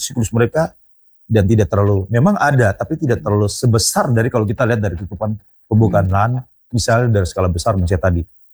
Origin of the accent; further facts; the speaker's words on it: Papua, Indonesia; kita orang Papua